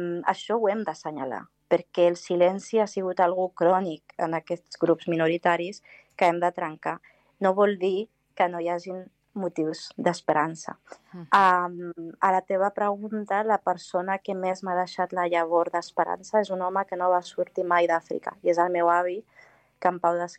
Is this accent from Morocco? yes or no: yes; Larache, Tanger-Tetouan-Al Hoceima, Morocco; el xurros de l'espanyol que tiene una xurreria en Plaza España, en Larache, que és el nord de Marruecos, on jo vaig créixer